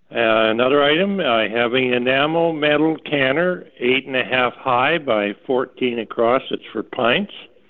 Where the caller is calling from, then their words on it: Brandon, Manitoba, Canada; Hi, I'm calling from Brandon, Manitoba.